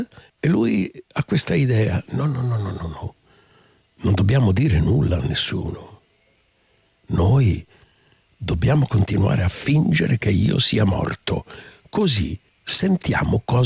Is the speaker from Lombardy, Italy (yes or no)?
yes; Milan, Lombardy, Italy; born there; I miei genitori sono siciliani e sono nato per errore a Milano, città che amo moltissimo